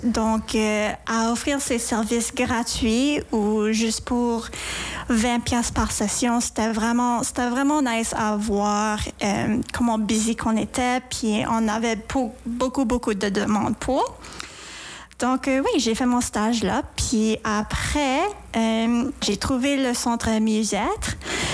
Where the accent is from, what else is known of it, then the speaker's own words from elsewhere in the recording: Saint John, New Brunswick, Canada; Je viens de Saint-Jean.